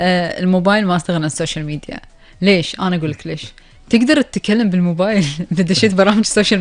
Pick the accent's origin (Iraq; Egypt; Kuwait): Kuwait; عندنا فقرة أخبار الديرة اللي راح نتكلم عن آخر أخبار ديرتنا الحبيبة الكويت وآخر المستجدات.